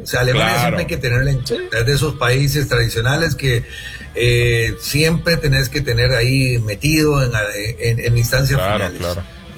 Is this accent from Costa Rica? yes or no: yes; Costa Rica; Por eso nos dicen, por eso somos ticos, por el datico y por el chiquitico.